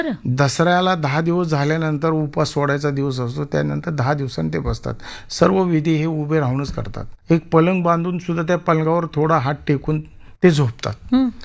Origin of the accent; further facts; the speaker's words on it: Asavali, Maharashtra, India; also born or lived in Bavda; 15 August 1966 साली माझा जन्म माझ्या आजोळी बावडा येथे, तालुका खंडाळा, जिल्हा सातारा येथे झाला.